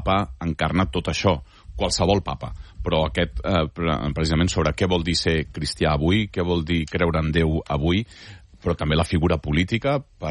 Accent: Catalonia, Spain; com a català

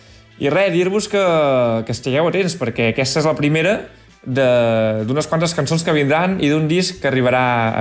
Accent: Granollers, Catalonia, Spain; I venim del carrer de Corró de Granollers. Som quatre amics de tota la vida

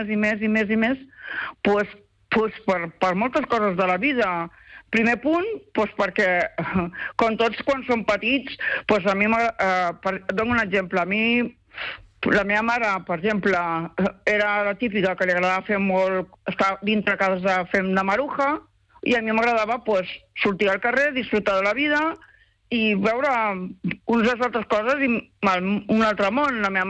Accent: Barcelona, Catalonia, Spain; born there; also born or lived in Sant Just Desvern; now in Pineda de Mar, Spain; Jo vaig néixer fa molts anys a la maternitat, soc catalana, vaig néixer a la maternitat, el 9 del 7 al 65

